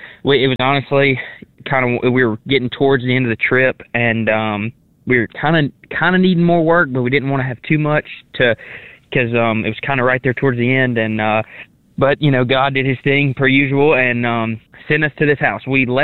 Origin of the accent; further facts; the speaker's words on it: Oxford, Mississippi, United States; So like you said, I'm from Mississippi. I'm from Oxford, Mississippi, which is about 30 miles west of the Tupelo National Headquarters